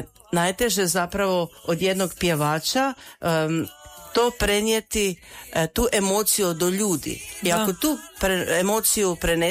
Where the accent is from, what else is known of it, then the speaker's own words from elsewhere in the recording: Virje, Koprivnica-Križevci County, Croatia; moved away as an adult; also born or lived in Germany; Ja dolazim iz Podravine, iz Virja.